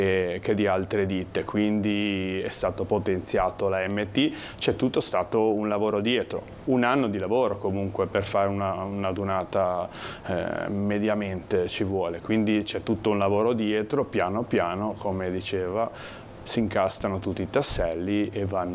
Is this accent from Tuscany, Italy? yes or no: no; Genoa, Liguria, Italy; da genovese le senti di più perché logicamente ce l'hai in casa.